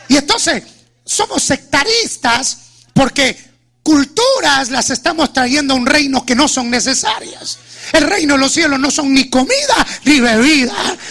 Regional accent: Guatemala

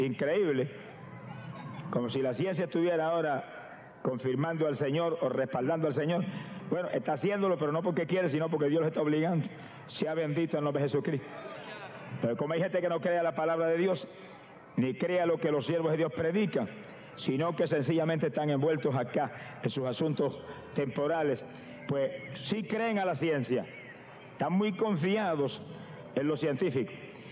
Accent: Camuy, Puerto Rico; en mi pueblo de Camuy, allá en Puerto Rico

